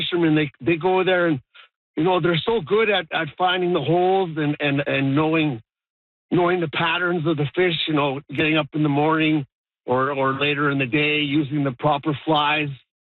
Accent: Northwest Territories, Canada; I grew up around the Great Slave Lake and worked in the South Slave and the Detcho regions.

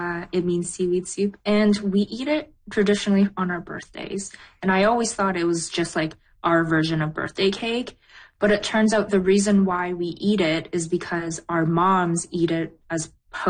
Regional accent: British Columbia, Canada; also born or lived in South Korea; Yeah, I was born in Korea, but I grew up outside of Vancouver.

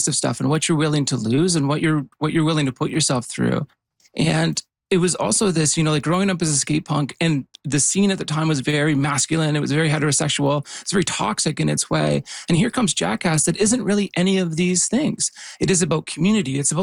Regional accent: Yukon, Canada; I was a skate punk. I grew up in the Yukon.

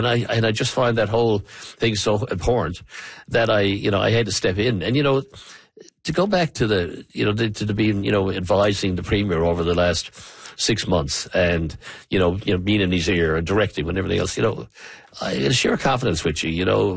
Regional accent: Newfoundland and Labrador, Canada; Because this is really important to me as a Newfoundlander and a Labradorian.

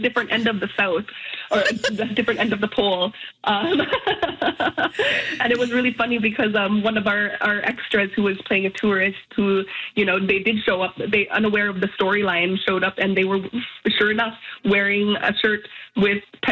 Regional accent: Northwest Territories, Canada; I come from the Western Arctic. Alethea, my co-creator and co-writer, is from the Eastern Arctic.

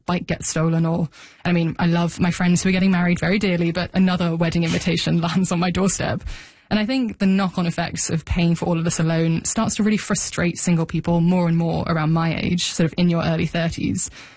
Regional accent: London, United Kingdom; moved away as an adult; now in Vancouver, Canada; I'm not from Canada. Mm. I moved to Vancouver from the UK a couple of years ago. And don't get me wrong, London was expensive, but it's expensive here too.

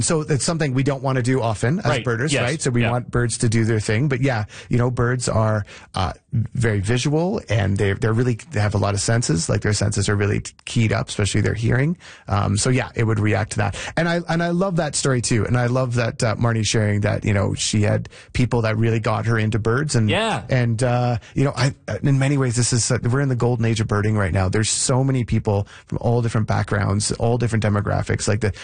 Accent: Ontario, Canada; I was like, ever since I was a kid, really spent a lot of time camping and then growing up in Central Ontario and canoeing just eventually it's birds.

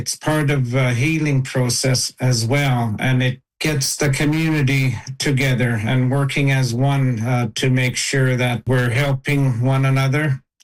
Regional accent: Kuujjuaq, Quebec, Canada; I'm from Kudjuruk, part of the Akpig Jam committee, volunteer committee.

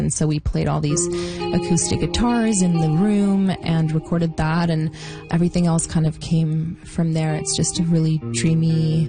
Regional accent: West Coast, Canada; I'm Canadian, but from the West Coast.

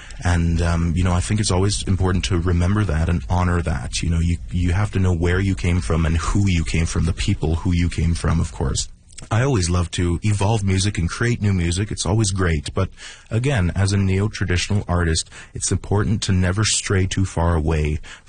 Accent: Sucker Creek, Alberta, Canada; I know I've gone several years to Big Stone Cree Nation. That's, you know, I'm from Sucker Creek, but Big Stone is, I have lots of family from there.

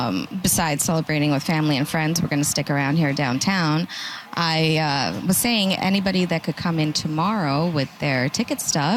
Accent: Sarajevo, Federation of Bosnia and Herzegovina, Bosnia & Herzegovina; Well, growing up, I was born in Sarajevo, which is the capital, and right next to us in my community in the area was the biggest league called Jelo.

